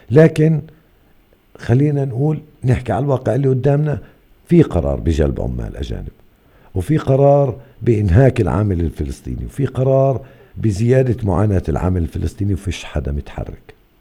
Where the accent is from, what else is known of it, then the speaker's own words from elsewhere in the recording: Hebron, West Bank, Palestine; عندنا في الخليل